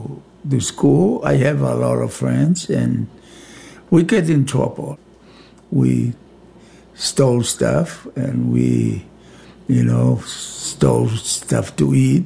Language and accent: English; Tonga; also born or lived in Mango / Tongatapu; My family is poor. When we growing up in Tonga, we was one of the poor people.